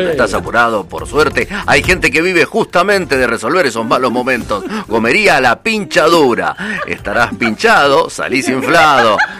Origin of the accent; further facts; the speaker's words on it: Buenos Aires, Argentina; Estamos festejando exactamente acá. Nosotros somos de Buenos Aires y estamos festejando.